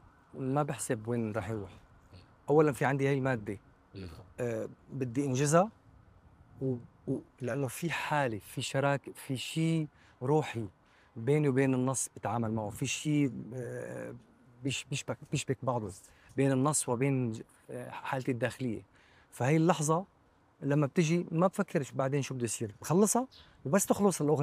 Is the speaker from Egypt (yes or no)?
no; Syria